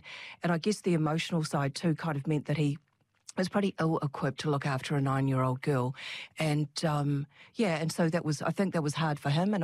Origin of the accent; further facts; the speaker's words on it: Christchurch, Canterbury, New Zealand; also born or lived in Sydney; I grew up in Christchurch. I've lived here for all but 7 years of my life. Mm-hmm. I went over to Sydney when I was in my early 20s. After my father died. But yes, grew up in Avonhead and had three sisters.